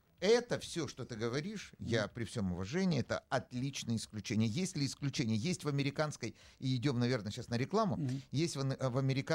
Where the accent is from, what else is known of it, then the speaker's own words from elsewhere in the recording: Ukraine; Да, я с Украины, и все.